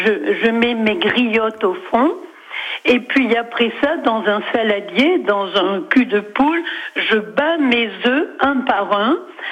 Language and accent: French; Normandy, France; born there; now in Rognes, France; je suis née en Normandie